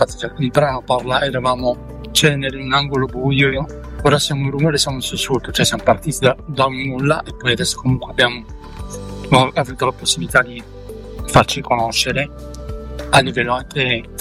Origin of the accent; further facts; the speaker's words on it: Bari, Apulia, Italy; born there; moved away; io sono nato a Bari, poi mi sono trasferito, sono venuto qui a nord